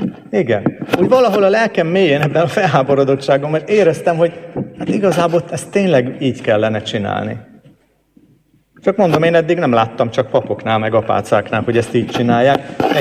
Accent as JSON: {"language": "Hungarian", "town": "Oradea", "region": "Bihor", "country": "Romania", "tie": "born or raised there", "said": "ahol én felnőttem, Nagyvárad egyik külvárosában"}